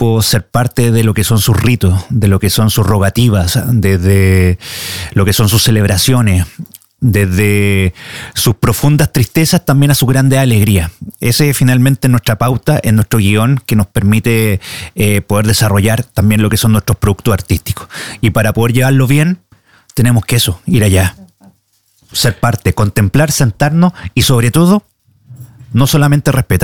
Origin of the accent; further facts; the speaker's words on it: Chile; y en este caso puntual como chileno, conozco bien mi constitución.